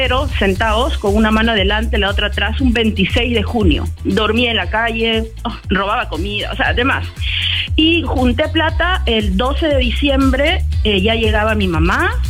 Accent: Peru; Soy peruana, doctor.

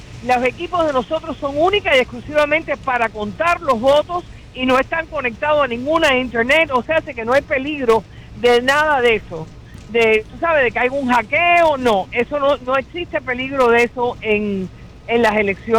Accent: Cuba; born there; moved away; Yo nací en Cuba y le doy gracias a mis padres que me sacaron de ese infierno

